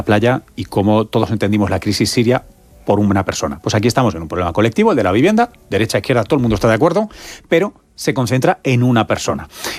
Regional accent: Tomelloso, Castilla-La Mancha, Spain; El de mi padre, mi familia. … de Tomelloso.

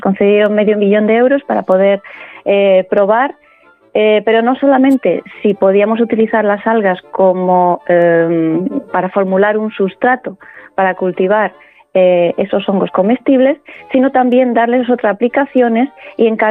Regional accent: Murcia, Region of Murcia, Spain; soy murciana. Tengo, nací en Murcia, crecí toda mi infancia

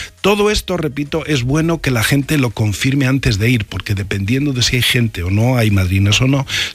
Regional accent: Castile and León, Spain; born there; en el Campo de Argañán, donde yo nací

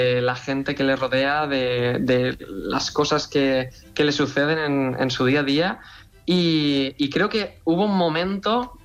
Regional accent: Tavernes de la Valldigna, Valencian Community, Spain; yo todo lo que escribía estaba ambientado en Tavernes de la Betigna, en mi pueblo de Valencia

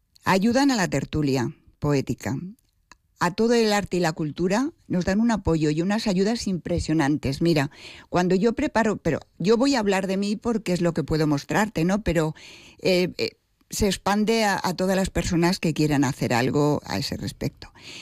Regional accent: Alcalá de Henares, Community of Madrid, Spain; moved away as an adult; now in Torrejón de Ardoz, Spain; Sí, bueno, vamos a poner mitad y mitad, porque prácticamente desde los 18 años vivo en Torrejón y Alcalá siempre para mí es Alcalá, porque toda mi familia es de aquí. Mi linaje está aquí.

